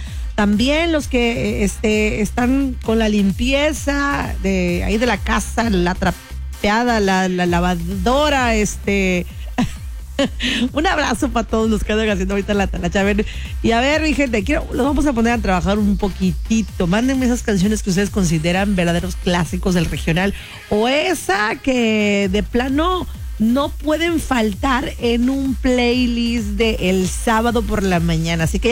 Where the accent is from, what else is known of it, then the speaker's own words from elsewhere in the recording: Mixteca, Mexico; Arriba la Mixteca, la Lizcoya también y toda mi tierra y toda mi gente.